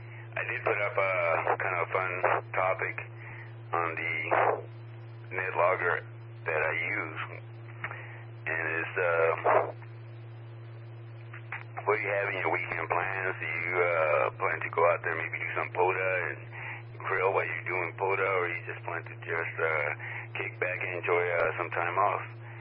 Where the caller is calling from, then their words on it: Killeen, Texas, United States; I'm transmitting from Killeen, Texas, where it is currently about 100 degrees.